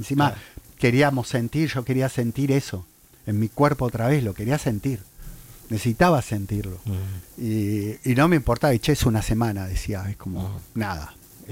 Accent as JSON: {"language": "Spanish", "country": "Argentina", "said": "somos reacios los argentinos."}